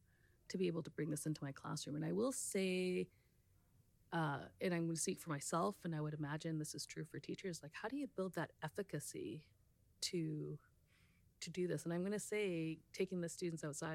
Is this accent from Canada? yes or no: yes; British Columbia, Canada; even though I'm from British Columbia. Like, you know, I've always been by the ocean, and now being here in the central interior